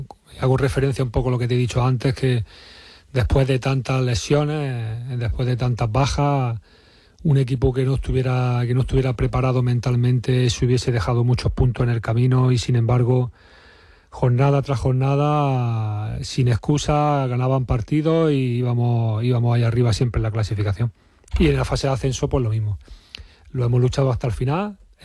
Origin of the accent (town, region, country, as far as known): El Ejido, Andalusia, Spain